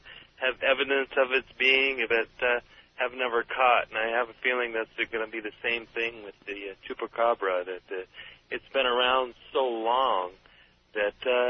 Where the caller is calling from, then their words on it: Boulder City, Nevada, United States; I'm calling from Boulder City, Nevada.